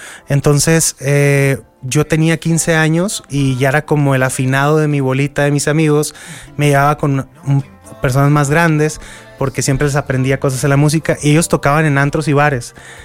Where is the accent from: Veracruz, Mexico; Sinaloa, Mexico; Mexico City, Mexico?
Sinaloa, Mexico; Culiacán; born there; Mi tatarabuelo, yo creo que era alemán, es … Yo soy mexicano, okay. Nací en Culiacán, pero te digo, crecí también rodeado del regional mexicano.